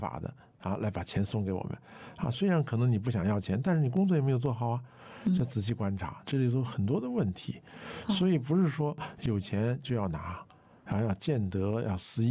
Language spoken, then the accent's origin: Chinese; China